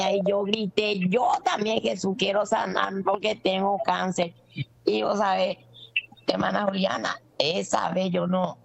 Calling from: Paraguay; Estoy llamando de Paraguay.

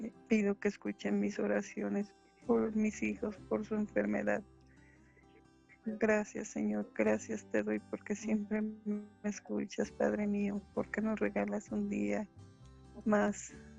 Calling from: Mexico City, Mexico; hablo de la Ciudad de México.

